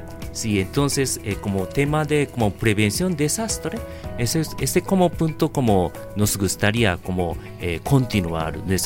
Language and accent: Spanish; Honduras; como siempre estamos trabajando juntos como hondureños